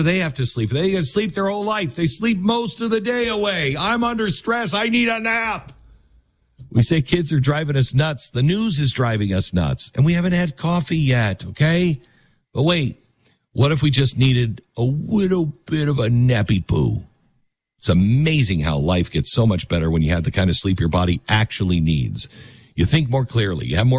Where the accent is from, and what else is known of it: Seattle, Washington, United States; born or raised there